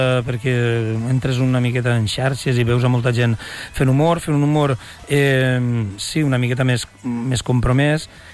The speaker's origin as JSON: {"language": "Catalan", "region": "Valencian Community", "country": "Spain", "said": "vinc del País Valencià"}